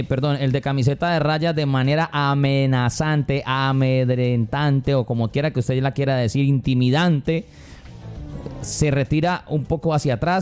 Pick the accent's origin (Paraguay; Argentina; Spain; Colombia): Colombia; Cali, Valle del Cauca